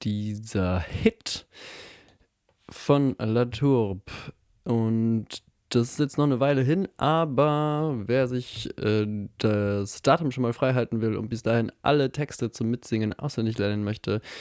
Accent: Halle, Saxony-Anhalt, Germany; Wir gehen jetzt zurück nach Halle, weil wir sind ja aus Halle, nicht wahr?

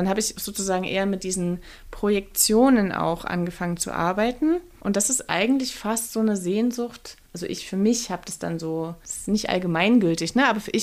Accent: Saxony, Germany; born or raised there

